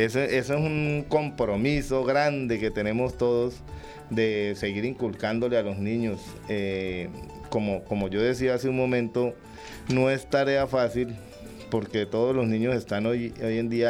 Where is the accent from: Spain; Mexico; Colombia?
Colombia; Arauca; por eso somos llaneros, ¿no? Y se estableció esa cultura de caballo, toro y jinete aquí en esta región. Somos evidentemente colombo-venezolanos, porque pues nuestra familia más de la mitad está en Venezuela.